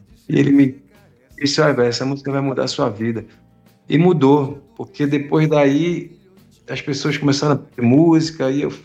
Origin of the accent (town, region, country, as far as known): Recife, Pernambuco, Brazil; born or raised there